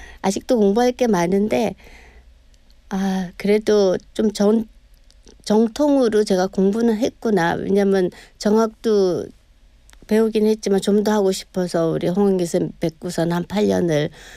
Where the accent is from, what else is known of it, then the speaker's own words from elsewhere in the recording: South Korea; 제가 한국에서 왔다, 사우스 오브 코리아다